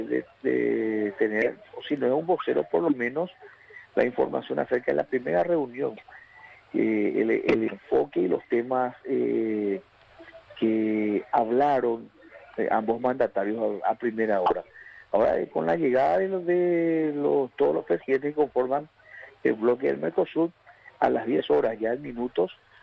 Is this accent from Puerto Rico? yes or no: no; Paraguay; como buen ciudadano paraguayo